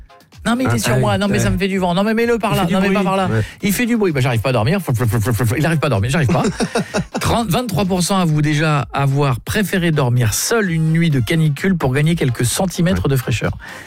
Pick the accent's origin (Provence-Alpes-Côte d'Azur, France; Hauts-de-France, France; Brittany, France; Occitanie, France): Hauts-de-France, France; moi je suis un picard. Honnêtement, moi je vais être honnête avec vous, moi je suis un picard.